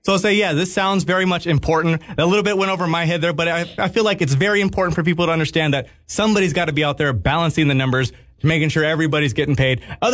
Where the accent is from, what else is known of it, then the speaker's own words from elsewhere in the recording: California, United States; because I know when I grew up in Kern County, all I thought about was either working in the fields or working in like the oil industry.